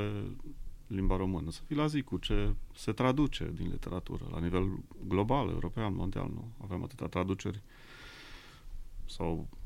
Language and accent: Romanian; Lupșa, Alba County, Romania; Eu, cum v-am spus, sunt din Lupșa.